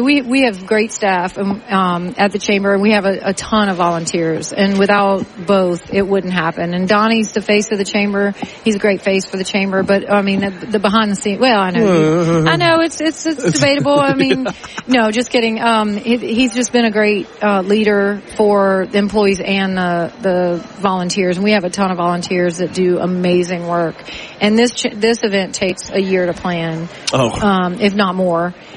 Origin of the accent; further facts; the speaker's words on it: Ascension Parish, Louisiana, United States; I'm from the West Bank. I'm from less than 2 miles from where Hyundai Steel is being built.